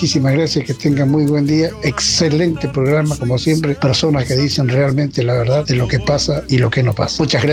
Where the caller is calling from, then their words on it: Laguna Seca, Argentina; soy de Laguna Seca.